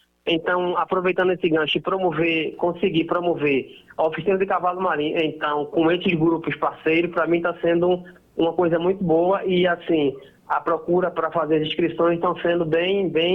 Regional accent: Condado, Pernambuco, Brazil; now in Recife, Brazil; Eu sou de Condado, né, na Zona da Mata.

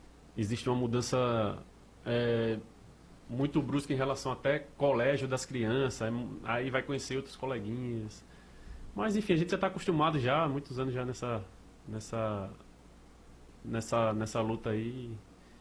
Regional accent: Maceió, Alagoas, Brazil; now in Recife, Brazil; Eu como sou de Maceió

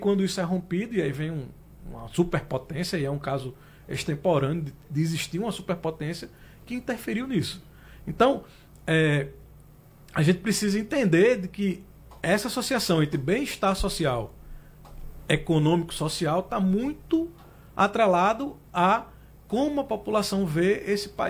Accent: Brazil

